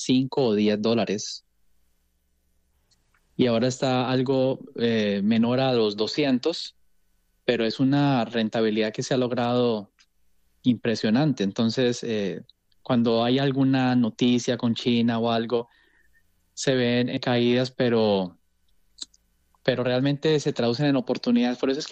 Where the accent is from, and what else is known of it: Colombia